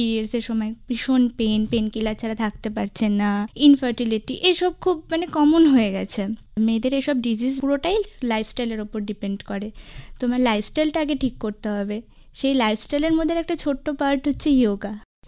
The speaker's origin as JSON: {"language": "Bangla", "town": "Siliguri", "region": "West Bengal", "country": "India", "said": "আমি শিলিগুড়ি থেকে এসেছি।"}